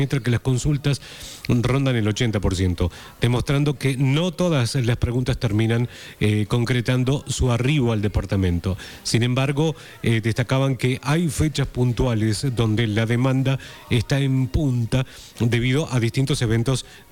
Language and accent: Spanish; Argentina; Somos los argentinos, somos cabaleros por excelencia.